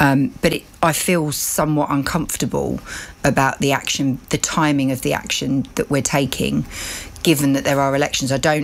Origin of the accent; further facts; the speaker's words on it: United Kingdom; maybe it's because I'm a Brit, I don't know